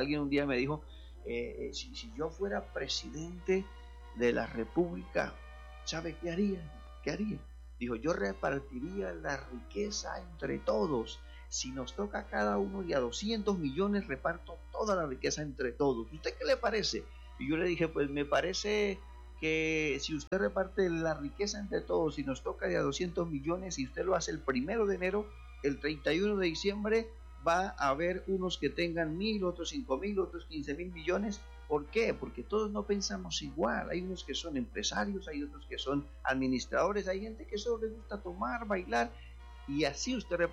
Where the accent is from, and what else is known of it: Colombia